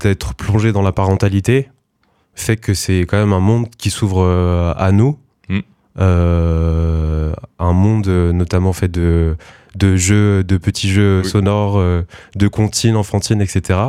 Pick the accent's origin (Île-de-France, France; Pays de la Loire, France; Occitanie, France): Pays de la Loire, France; Nantes; moved away as an adult; also born or lived in Marseille; moi, je viens à la base de Nantes, okay. Un peu de la Bretagne.